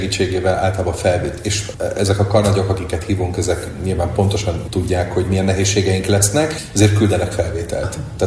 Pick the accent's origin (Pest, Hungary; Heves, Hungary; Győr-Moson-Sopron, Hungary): Győr-Moson-Sopron, Hungary; Sopron; now in Debrecen, Hungary; Ugye én soproni vagyok, az a másik vége